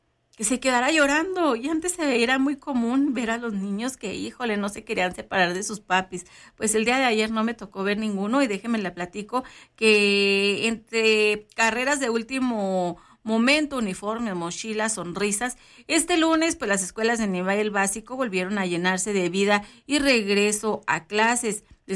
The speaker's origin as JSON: {"language": "Spanish", "country": "Mexico"}